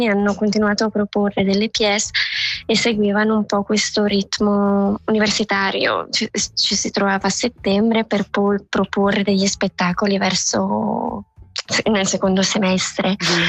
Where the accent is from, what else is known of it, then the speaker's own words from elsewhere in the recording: Bellinzona, Ticino, Switzerland; moved away as an adult; also born or lived in Chur; now in Zurich, Switzerland; Vengo da Bellinzona